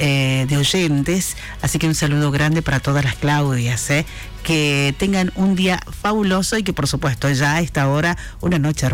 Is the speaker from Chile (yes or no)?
no; Argentina; somos argentinos